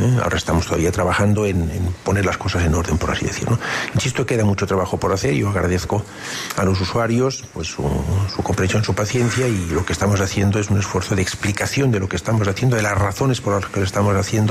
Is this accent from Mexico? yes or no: no; Catalonia, Spain; los catalanes somos españoles. Catalán y, por tanto, Cataluña es un 20% de la economía y de la demografía española